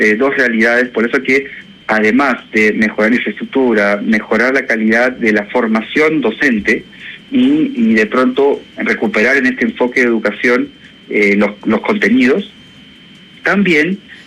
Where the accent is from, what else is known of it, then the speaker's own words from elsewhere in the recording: Santiago, Santiago Metropolitan Region, Chile; moved away as an adult; now in Peru; de donde yo vengo, en Santiago de Chile